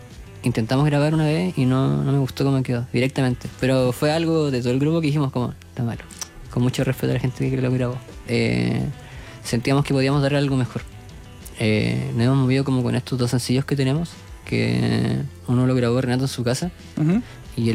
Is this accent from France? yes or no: no; Andacollo, Coquimbo, Chile; now in La Serena, Chile; porque nosotros como que tuvimos que salir de Andacollo primero, a llegar a La Serena, y después de eso me apareció en La Serena, y después intentar como ver en otro lugar. No es como que nacimos en Santiago y...